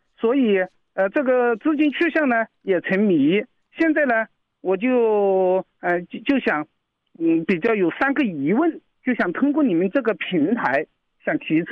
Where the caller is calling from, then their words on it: Yiyang, Hunan, China; 我是湖南益阳安化县古楼乡沈湾村青松组的